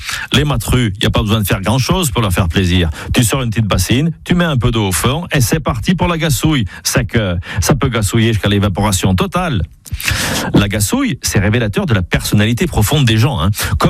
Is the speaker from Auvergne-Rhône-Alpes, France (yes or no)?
yes; Auvergne-Rhône-Alpes, France; accent: Parler Gaga; Chez nous, dans le Parler Gaga, on a des termes pour tout.